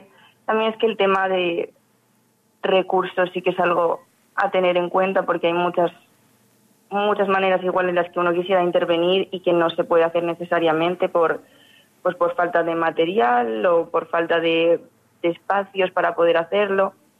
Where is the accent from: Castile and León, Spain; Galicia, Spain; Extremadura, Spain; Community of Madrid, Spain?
Community of Madrid, Spain; Inclusive en Madrid los fuegos se acercaron a mi pueblo